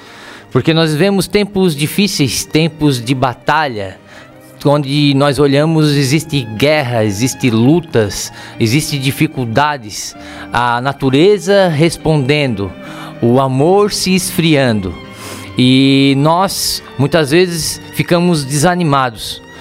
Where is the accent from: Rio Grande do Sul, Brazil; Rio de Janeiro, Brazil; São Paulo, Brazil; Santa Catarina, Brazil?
Santa Catarina, Brazil; Imbituba; eu sou de Imbituba.